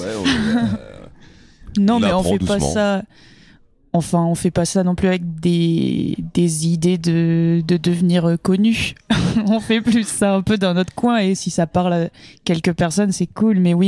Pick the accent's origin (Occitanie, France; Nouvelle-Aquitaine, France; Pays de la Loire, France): Occitanie, France; now in Paris, France; Alors, l'origine. Moi, j'ai grandi en Loser.